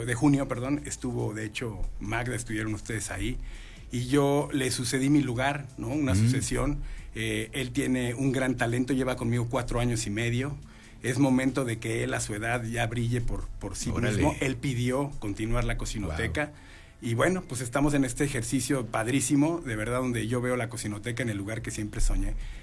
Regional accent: Mexico City, Mexico; moved away as an adult; now in León, Mexico; yo decidí ser leonés por decisión propia. Me encanta León. León me ha dado mucho más de lo que mi ciudad natal, que fue la Ciudad de México, no la escogí, ahí me tocó. que lo que me ha dado a mí en 22 años que la habito

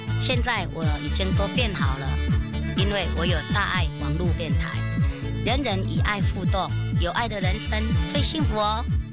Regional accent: Taitung, Taitung County, Taiwan; 大家好，

